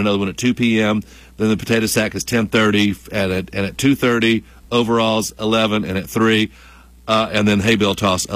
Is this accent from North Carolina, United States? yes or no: yes; Robeson County, North Carolina, United States; When I grew up in Robinson County, and we had our own Robinson County Fair.